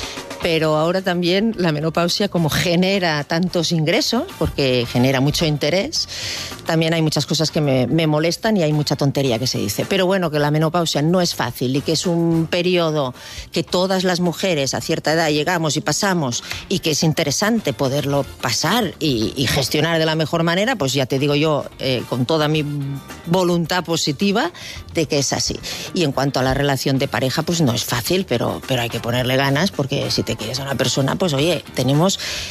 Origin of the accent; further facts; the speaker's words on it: Catalonia, Spain; Pero es porque yo dije que como catalán no había pareja, no, esto dije, no había pareja más catalana que la nuestra, dije.